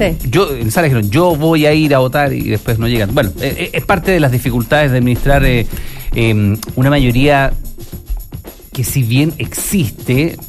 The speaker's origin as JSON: {"language": "Spanish", "country": "Chile"}